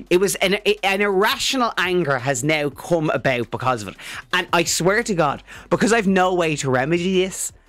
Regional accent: Ireland; being Irish

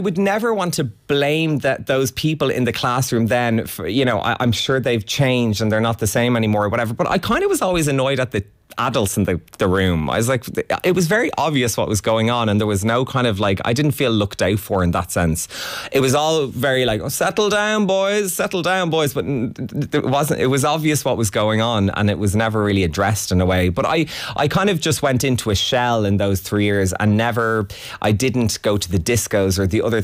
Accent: Dublin, Leinster, Ireland; So I'm from Churchtown, and our local shopping centre is Nutgrove.

